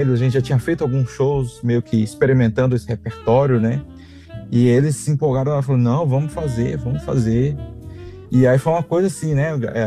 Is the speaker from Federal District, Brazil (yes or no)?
yes; Brasília, Federal District, Brazil; born there; essa identidade e essa referência às minhas raízes brasileiras, mas também à minha terra natal